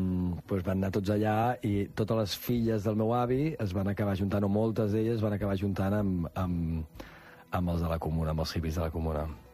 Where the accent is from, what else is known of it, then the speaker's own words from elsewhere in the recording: Verges, Catalonia, Spain; Jo vaig viure a Verges, vaig créixer a Verges. La meva família de l'Empordà és de Verges. Som fills de Verges, de tota la vida.